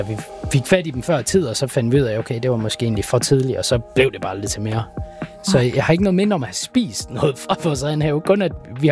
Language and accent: Danish; Thyborøn, North Denmark Region, Denmark; Thyborøn, hvor jeg er fra.